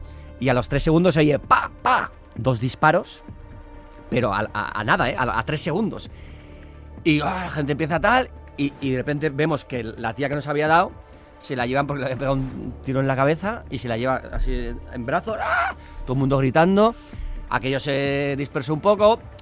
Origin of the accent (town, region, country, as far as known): San Sebastián, Basque Country, Spain